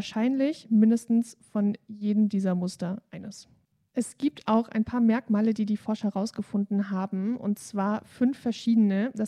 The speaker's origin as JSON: {"language": "German", "region": "Swabia", "country": "Germany", "tie": "born there", "said": "Ich bin auch Schwäbin, ja."}